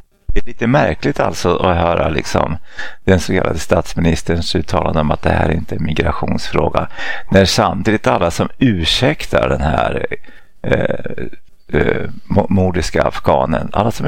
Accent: Jönköping County, Sweden; born there; Så att jag är ju liksom född, och står mitt pass att jag kommer från Nävelsjö, Sverige.

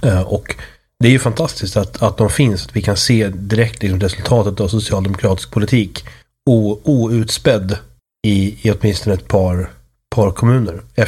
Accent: Uppsala, Uppsala County, Sweden; Jag växte upp i Uppsala, en stadsdel som heter Eriksberg.

